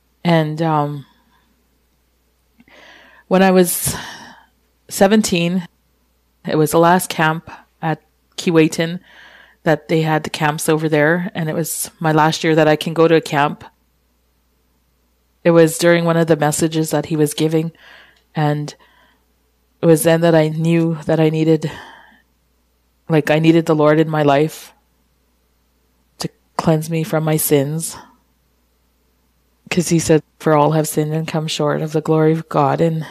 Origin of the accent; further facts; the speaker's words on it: Kikino, Alberta, Canada; I come from Kikino Métis Settlement here. It's in Alberta. I grew up here in Kikino with my parents and two brothers and three sisters.